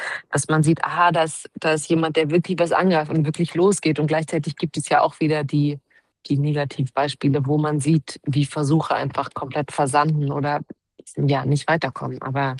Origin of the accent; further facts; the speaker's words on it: Leipzig, Saxony, Germany; Naja, also ich komme aus Leipzig. Da sind ja jetzt Wahlen im September.